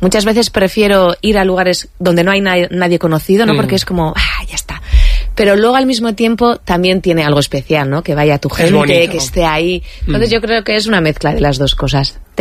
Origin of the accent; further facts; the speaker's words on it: San Sebastián, Basque Country, Spain; Yo soy de aquí, de Donosti, y actuar en el Antzokizarra para mí es, sí, estar en casa.